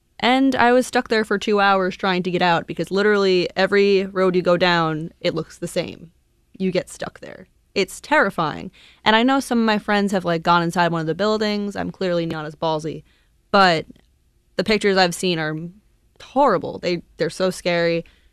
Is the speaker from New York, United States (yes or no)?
yes; Long Island, New York, United States; moved away; I'm from Long Island, New York, a little outside the city.